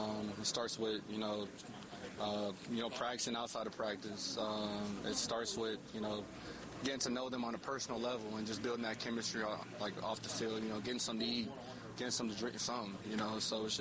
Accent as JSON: {"language": "English", "town": "Dallas", "region": "Texas", "country": "United States", "tie": "born or raised there", "said": "Yeah, I mean, I grew up in Dallas, Texas. I went to Allen."}